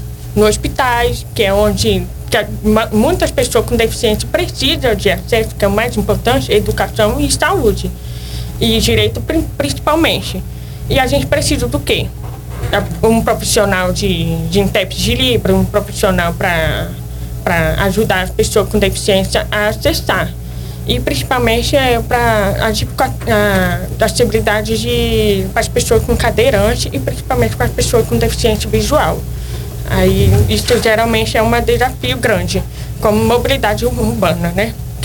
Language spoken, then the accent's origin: Portuguese; Brasília, Federal District, Brazil; eu sou deficiente auditiva desde que eu nasci. Sou de Brasília, do DF, lá de Ceilândia.